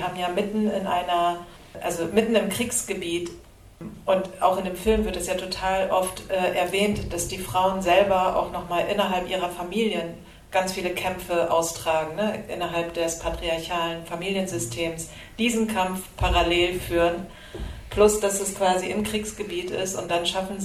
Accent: Germany; ich bin auch eine Frau, ich bin auch Deutsche, ich bin Kurdin, ich bin Jesidin

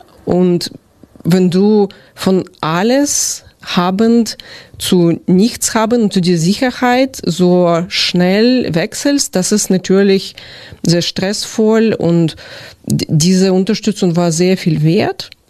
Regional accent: Kyiv, Ukraine; German is a second language; now in Zeitz, Germany; weil ich komme aus Großstadt, aus dem Hauptstadt Kiew, aber ich bin trotzdem gewöhnt zu diesen kurzen Wege

